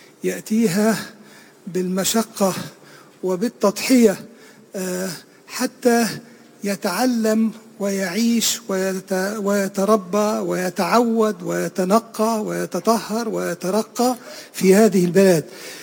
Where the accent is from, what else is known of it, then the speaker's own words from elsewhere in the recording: Egypt; أنا من مصر، كان عندنا في السافل الأسكندرية سيدي أبي العباس المرسي.